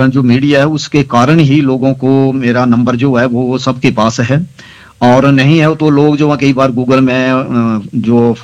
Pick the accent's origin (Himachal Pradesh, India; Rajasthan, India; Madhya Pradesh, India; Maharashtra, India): Himachal Pradesh, India; Kangra district; मैं जिला कांगड़ा, अपना तहसील जसीमपुर, आनपुर गांव से हूँ